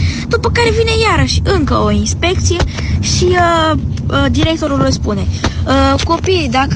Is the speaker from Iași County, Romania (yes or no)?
yes; Iași, Iași County, Romania; … din Iași, vreau să spun o glumă despre școală.